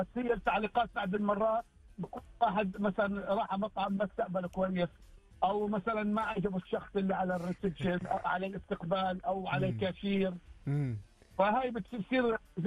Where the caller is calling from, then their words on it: Riyadh, Riyadh Province, Saudi Arabia; من الرياض.